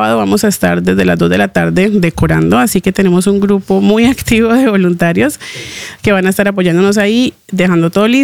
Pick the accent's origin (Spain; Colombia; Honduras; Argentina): Colombia; Palmira, Valle del Cauca; moved away; yo soy de Palmira, cerca a Cali.